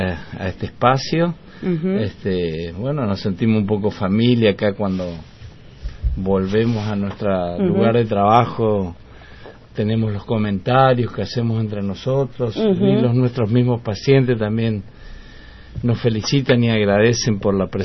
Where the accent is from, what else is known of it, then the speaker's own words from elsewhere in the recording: Jujuy, Argentina; a poco estoy volviendo a mi provincia, ¿no? Y ahí justo de las lagunas, de la zona de Coduti, donde yo nací en Jujuy